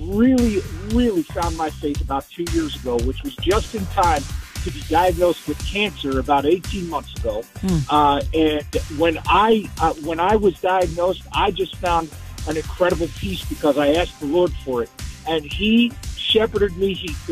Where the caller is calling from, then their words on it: Reston, Virginia, United States; from, where am I from? I'm from Reston, Virginia.